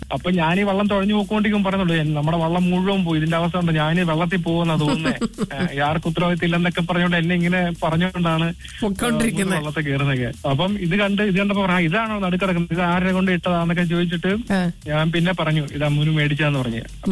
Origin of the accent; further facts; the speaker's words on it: Arpookara, Kerala, India; കോട്ടയം ആർപ്പുക്കര എന്ന് പറയും, medical college ഹോസ്പിറ്റലിന്റെ അടുത്തല്ല നമ്മുടെ വീടെല്ലാം